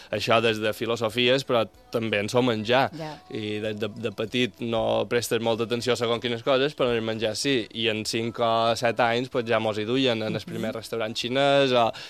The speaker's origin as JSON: {"language": "Catalan", "region": "Balearic Islands", "country": "Spain"}